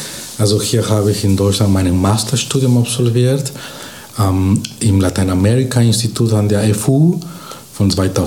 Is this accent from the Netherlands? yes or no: no; Bolivia; moved away as an adult; now in Rostock, Germany; in Bolivien, das Land, wo ich herkomme, habe ich in Bolivien Politikwissenschaft auch in meinem Bachelor studiert und dort lang, also 6 Jahre im öffentlichen Dienst gearbeitet.